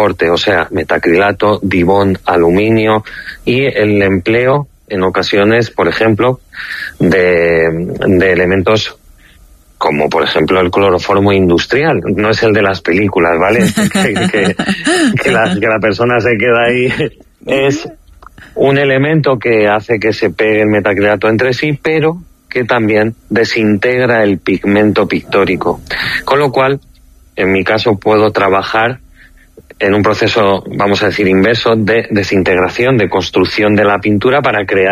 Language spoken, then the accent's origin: Spanish; Palma, Balearic Islands, Spain; un indicativo de que yo salí de mi isla, de Palma de Mallorca, el lugar donde nací, donde hay una naturaleza exultante, está rodeado de color, de estimulación, y allí empecé con temas